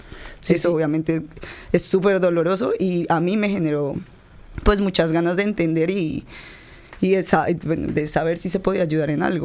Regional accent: Colombia; moved away as an adult; now in Argentina

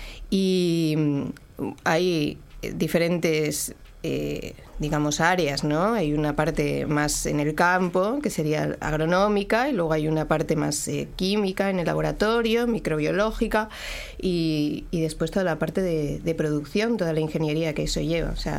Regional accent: Asturias, Spain; moved away as an adult; No, yo soy española, soy de Asturias, del norte de España.

